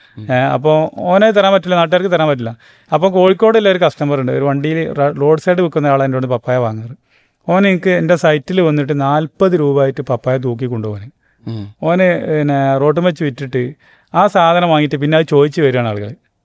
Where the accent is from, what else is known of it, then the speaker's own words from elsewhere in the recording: Kerala, India; നമ്മളീ മലബാർ മേഖല